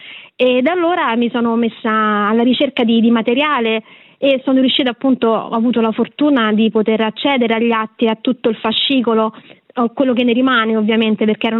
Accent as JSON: {"language": "Italian", "town": "Rome", "region": "Lazio", "country": "Italy", "said": "camminando sotto, sono di Roma, sotto Castel Sant'Angelo"}